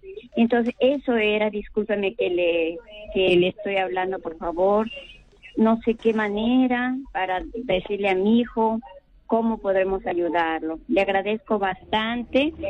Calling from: Chiclayo, Lambayeque, Peru; soy de acá de Chiclayo.

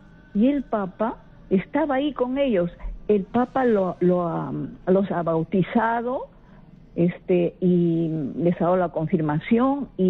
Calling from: Chepén, La Libertad, Peru; yo soy de Chepén, pero Chiclayo está a un paso.

